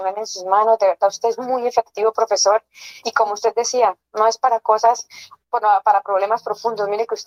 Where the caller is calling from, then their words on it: Bogotá, Colombia; Bogotá, barrio Quirigua